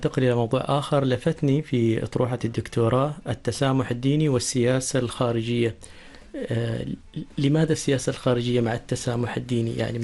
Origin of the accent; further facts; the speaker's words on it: Oman; نحن كعمانيين نجدها أنها لا تحتاج إلى إثبات، يعني هذه تربينا عليها